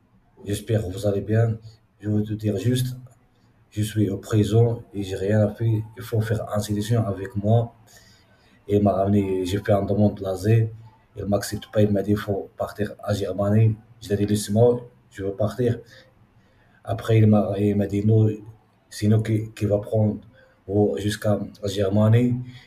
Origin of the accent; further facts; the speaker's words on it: Morocco; Je suis marocain.